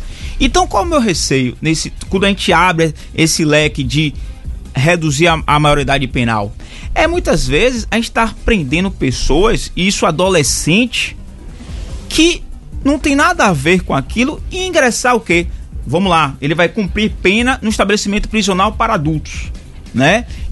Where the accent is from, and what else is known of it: Brazil